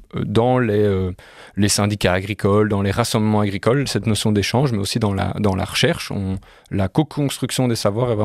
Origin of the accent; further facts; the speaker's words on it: Brussels, Brussels-Capital Region, Belgium; moi je suis issu de Bruxelles